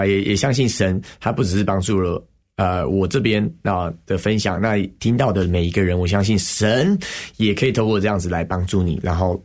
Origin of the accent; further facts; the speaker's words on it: Hsinchu, Taiwan; moved away; 因为我是新竹人，其实照理来说不论我学如何，但我在新竹我可以工作回家，这也是我爸爸的期待啦。